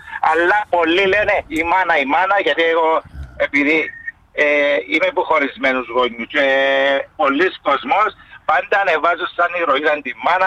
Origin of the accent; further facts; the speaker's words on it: Limassol, Limassol District, Cyprus; Από 6 χρονών. Μόλις ήρθα πρόσφυγα στην Λεμεσό.